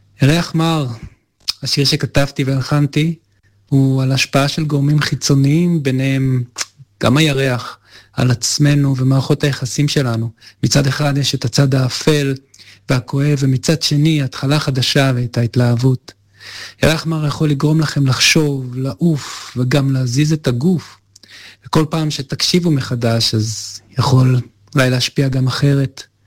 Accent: Herzliya, Tel Aviv District, Israel; moved away as an adult; also born or lived in France / Amsterdam, Netherlands; נולדתי בארץ, גרתי בצרפת עד גיל 6, ואת שנות ילדותי ובגרותי גרתי בהרצליה. עברתי כמה מקומות, כולל 12 שנה באמסטרדם הולנד, וחזרתי לפני 4 שנים לארץ.

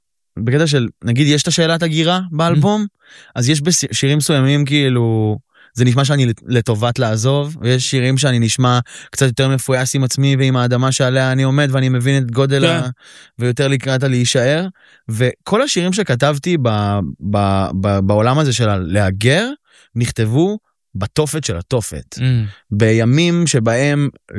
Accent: Holon, Tel Aviv District, Israel; אני גדלתי בבית גרוזיני בחולון.

